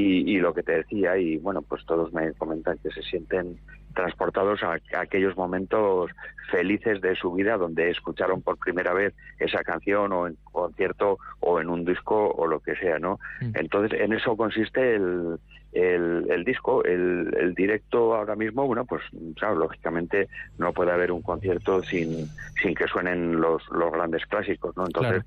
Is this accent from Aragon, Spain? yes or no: yes; Barbastro, Aragon, Spain; born there; Yo nací ahí al lado, en Barbastro.